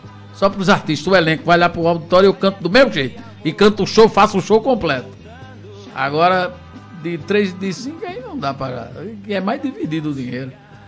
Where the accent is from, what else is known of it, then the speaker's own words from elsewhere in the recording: Recife, Pernambuco, Brazil; É, olha, eu venho de Recife, trago o meu som, pra vocês terem um som de qualidade